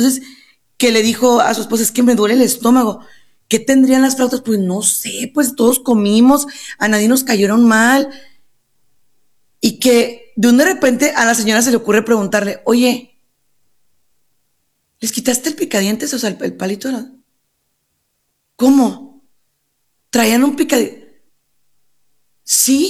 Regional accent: Mexico; en mi país, en México

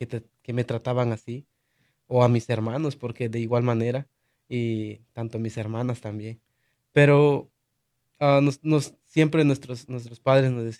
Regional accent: Chiapas, Mexico; yo, como decía, soy ahorita originario de Chiapas, México, pero nuestras raíces vienen desde Guatemala.

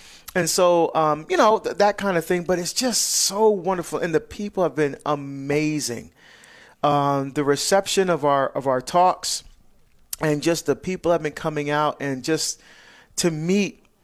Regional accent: New Jersey, United States; born there; moved away; I go to my home state of New Jersey.

